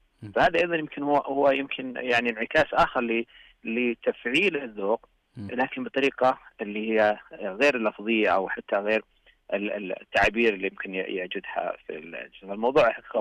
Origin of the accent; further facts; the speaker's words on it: Saudi Arabia; أولا كمسلمين، ثانيا كسعوديين